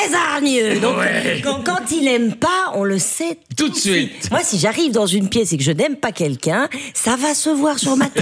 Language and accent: French; Charleroi, Wallonia, Belgium; c'était compliqué à une période de dire je viens de Charleroi et de l'assumer. Maintenant, je le clame, je le crie haut et fort. Je suis fière de ma ville. Je suis fière de venir de là.